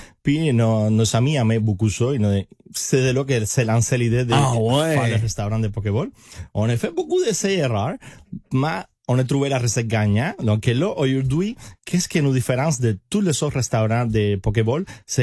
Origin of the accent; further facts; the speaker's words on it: Cuba; French is a second language; now in Canada; Moi, là, je viens de Cuba, comme j'ai mentionné, puis moi, j'adore le Québec